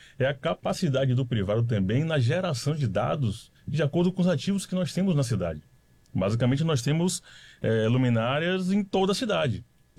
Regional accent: Salvador, Bahia, Brazil; Não, eu sou de Salvador, sou baiano, estou aqui há 4 anos.

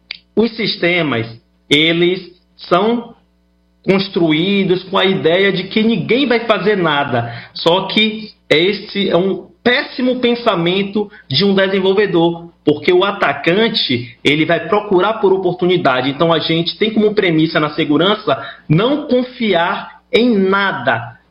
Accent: Salvador, Bahia, Brazil; Não, eu sou de Salvador, Salvador, Bahia.

